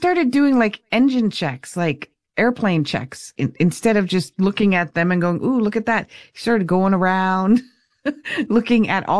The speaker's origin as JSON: {"language": "English", "town": "Windsor", "region": "Ontario", "country": "Canada", "tie": "born there", "said": "I was Detroit, as a Windsorite would say, because I was born in Windsor, Taggers. See, in Canada, we say Tigers. But if you're from Windsor, you say Taggers."}